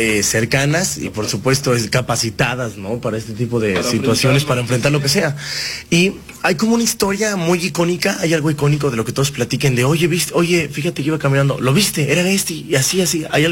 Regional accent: Aguascalientes, Mexico; de nuestra ciudad, de nuestro Aguascalientes

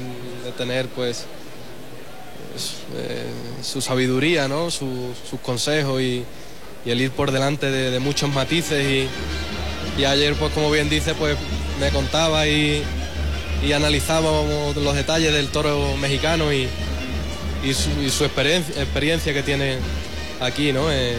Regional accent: Huelva, Andalusia, Spain; lo estrené en Huelva, en mi tierra

